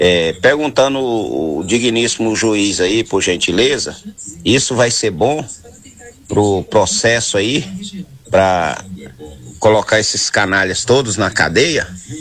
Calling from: Brazil; eu, como um bom brasileiro

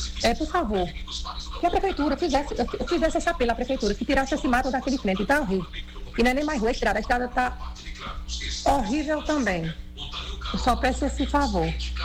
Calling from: Bodocó, Pernambuco, Brazil; de Bodocó.

